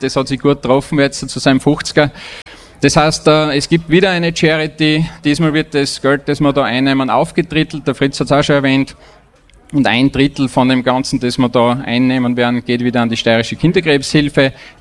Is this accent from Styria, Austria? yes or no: yes; Anger, Styria, Austria; ich bin nicht weit von da daheim. Ich komme aus Anger.